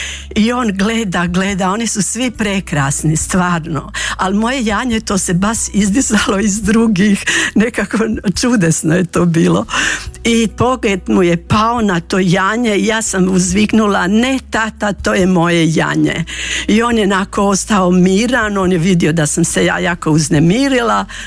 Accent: Grabovica, Federation of Bosnia and Herzegovina, Bosnia & Herzegovina; born there; A ja sam rođena u Grabovici, znači općina Tomislavgrad.

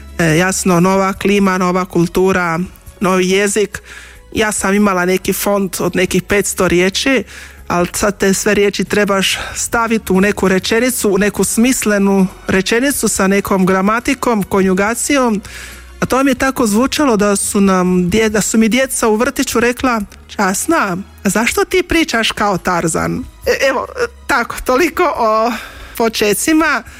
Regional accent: Sisak, Sisak-Moslavina County, Croatia; born there; Još kao dijete, ja sam rođena u Sisku, čitali smo Radosnu vijest i Mali koncil.

